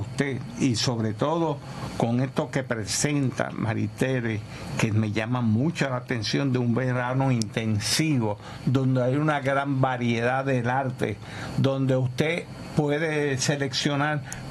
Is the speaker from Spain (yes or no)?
no; Puerto Rico